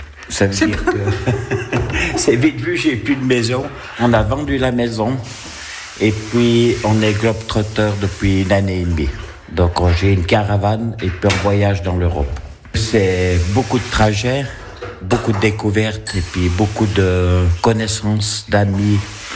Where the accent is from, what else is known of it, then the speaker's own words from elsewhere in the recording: Fribourg, Switzerland; Je suis de canton de Fribourg.